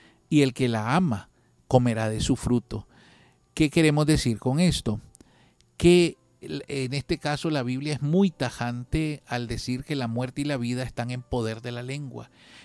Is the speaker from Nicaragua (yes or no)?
yes; Nicaragua; Nosotros como nicaragüenses nos gusta mucho la palabra, hablamos. En la mayoría de los casos los nicaragüenses somos muy bullangueros y bulliciosos.